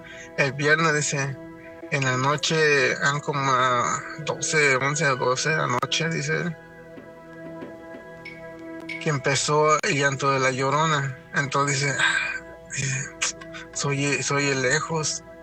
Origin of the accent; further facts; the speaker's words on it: San Luis Potosí, Mexico; now in Las Vegas, United States; Yo vengo de... Soy nativo de San Luis Potosí. Mi papá tenía su terreno donde vivíamos, tenía un terreno grande.